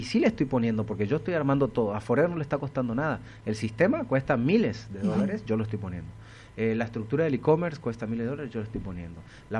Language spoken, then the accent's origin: Spanish; Argentina; moved away as an adult; now in Mexico; soy argentino, tengo 20 años en México